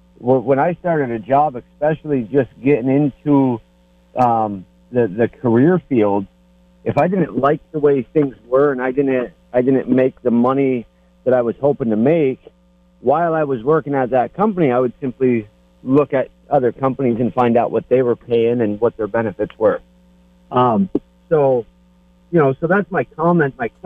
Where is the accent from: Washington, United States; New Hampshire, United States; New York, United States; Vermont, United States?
Vermont, United States; Burlington; I, too, was born in Burlington, Vermont, and I grew up in Chittenden County.